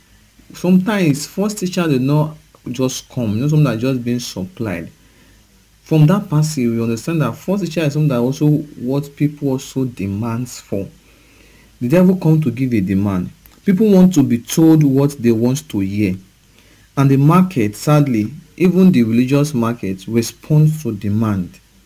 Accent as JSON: {"language": "English", "country": "Nigeria", "said": "as a Nigerian person"}